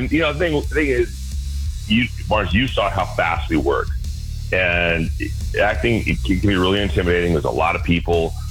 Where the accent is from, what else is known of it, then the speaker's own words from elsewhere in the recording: Berkeley, California, United States; I grew up in Berkeley